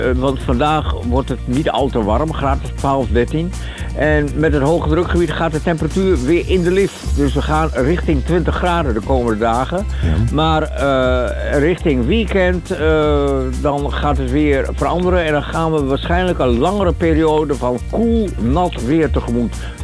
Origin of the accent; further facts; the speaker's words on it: Hengelo, Overijssel, Netherlands; born there; Dus mijn geboorteplaats Hengelo is er niet geel droog.